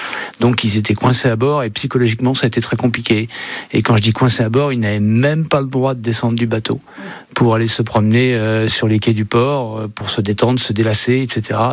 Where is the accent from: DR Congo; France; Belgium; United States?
France; La Rochelle, Nouvelle-Aquitaine; Je suis natif de La Rochelle